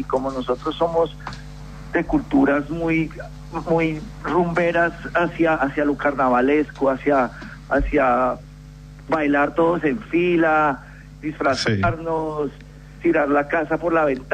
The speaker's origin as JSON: {"language": "Spanish", "town": "Bogotá", "region": "Bogotá D.C.", "country": "Colombia", "tie": "born or raised there", "moved": "yes", "lives_now": "Melbourne, Australia", "said": "Yo crecí en Bogotá"}